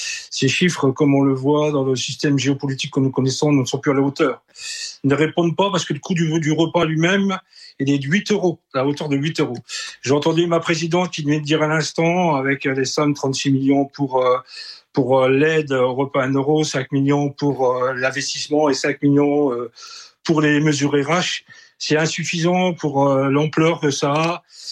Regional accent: Grand Est, France; parce que moi, je suis de la Lorraine.

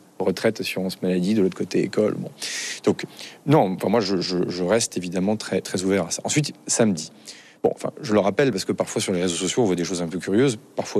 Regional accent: Vernon, Normandy, France; la ville dans laquelle je suis élu, dans laquelle j'ai grandi, à Vernon dans l'Eure.

